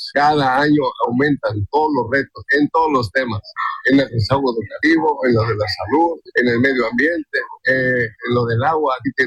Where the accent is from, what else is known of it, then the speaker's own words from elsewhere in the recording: Quintana Roo, Mexico; como todo mexicano, como todo quintanorrense